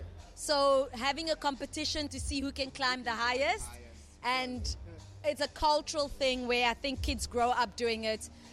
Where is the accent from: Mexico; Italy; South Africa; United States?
South Africa; I'm proudly South African.